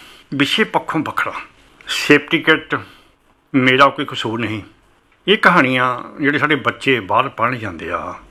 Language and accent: Punjabi; Punjab, India; ਅਤੇ ਸਾਡੇ ਪਿੰਡ ਤੋਂ 5 ਕਿਲੋਮੀਟਰ ਦੂਰ ਨਕੋਦਰ ਪੈਂਦਾ ਸੀ